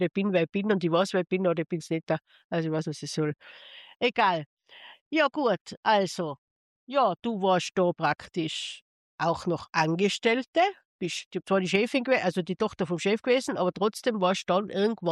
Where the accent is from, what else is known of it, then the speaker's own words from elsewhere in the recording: Tyrol, Austria; Also in Tirol, wo ich herkomme, da ist ja eins nach dem anderen zugesperrt